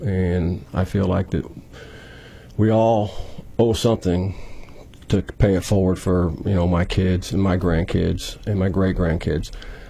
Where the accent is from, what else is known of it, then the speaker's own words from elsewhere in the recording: Hillsboro, Missouri, United States; moved away as an adult; now in Terre du Lac, United States; Originally, I grew up in Hillsboro. I moved down here 26 years ago. I've lived in Terdelac for all that time.